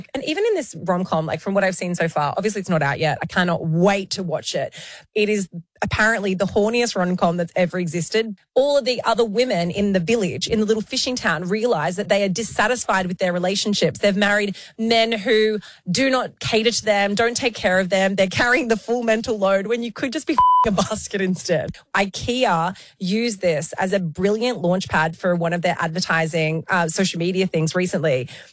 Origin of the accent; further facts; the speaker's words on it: Wollongong, New South Wales, Australia; Yeah, because I'm from Wollongong.